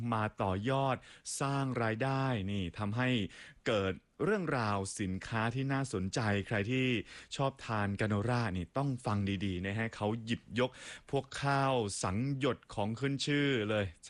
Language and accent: Thai; Phatthalung, Thailand; ทางใต้บ้านผมเลยพัทลุงครับผมนี่ชาวใต้